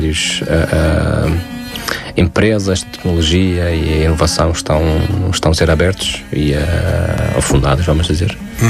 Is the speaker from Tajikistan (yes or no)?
yes; Tajikistan; moved away as an adult; now in Porto, Portugal; já várias vezes expliquei que sou do Tajiquistão